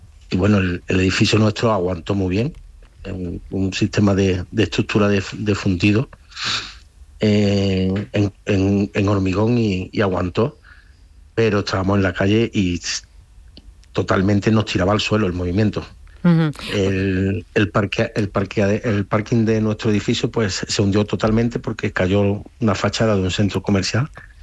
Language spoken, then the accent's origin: Spanish; Colombia; now in Spain; Un saludo para todos, para los oyentes, para la gente de mi tierra.